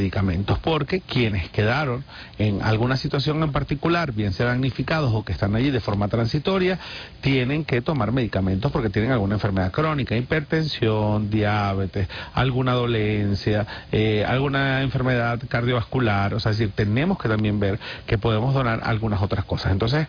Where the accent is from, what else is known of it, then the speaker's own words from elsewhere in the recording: Venezuela; Y cuando digo nosotros es porque somos todos, venezolanos, venezolanas, los caraqueños, los guayeños, los maracuchos, los aragüeños